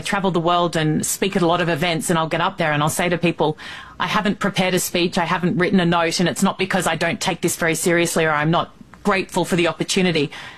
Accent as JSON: {"language": "English", "country": "Australia", "said": "Yes, I'm an Aussie, but I make a show, the … Show, that is for America"}